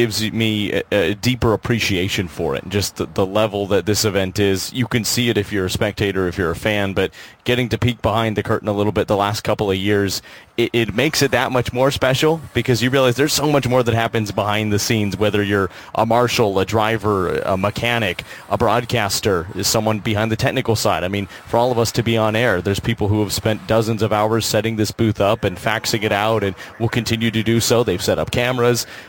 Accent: California, United States; I'm from SoCal

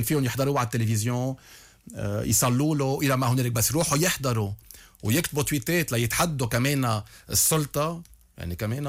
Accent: Lebanon; انا كمواطن لبناني

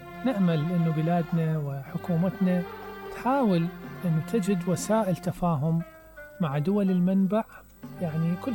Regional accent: Iraq; نعرف احنا العراق منذ كان هو بلد زراعة

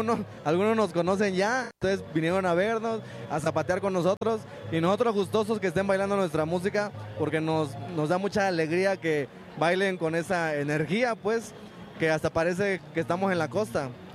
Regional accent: Acapulco, Guerrero, Mexico; venimos pues desde Acapulco, compañero.

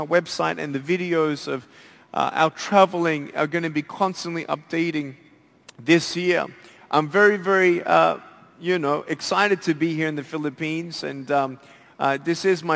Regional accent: Australia; born there; I'm 30 years old. I was born in Australia.

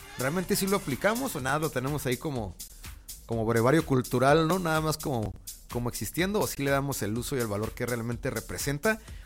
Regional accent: Mexico; qué hacemos nosotros realmente culturalmente como mexicanos

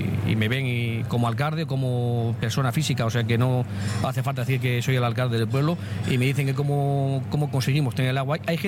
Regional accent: San Martín de Trevejo, Extremadura, Spain; pues mi pueblo es un pueblo encantador.

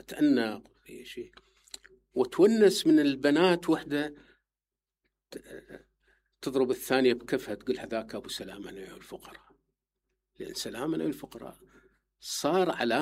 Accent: Basra, Basra Governorate, Iraq; moved away; وأنا جاي من البصرة ما حد يعرفني.

